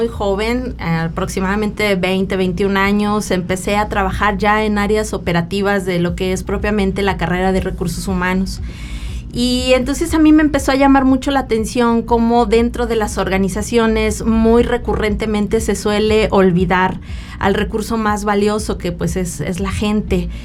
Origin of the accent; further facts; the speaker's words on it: San Luis Potosí, Mexico; Mi camino empieza aquí en San Luis Potosí